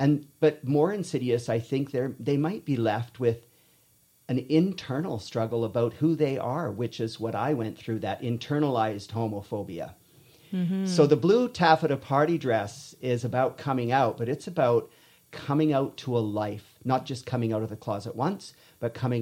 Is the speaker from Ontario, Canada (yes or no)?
no; Quesnel, British Columbia, Canada; As a youth growing up in Quesnel